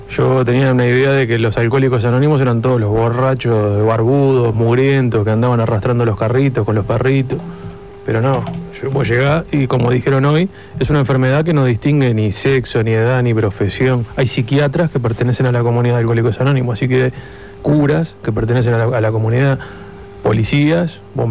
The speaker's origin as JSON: {"language": "Spanish", "region": "Montevideo", "country": "Uruguay", "said": "yo soy de Montevideo"}